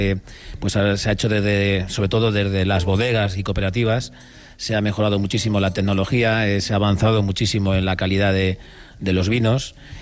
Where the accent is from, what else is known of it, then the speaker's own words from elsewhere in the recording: Castilla-La Mancha, Spain; born there; Una maravilla participar en vuestro programa, aquí de mi pueblo.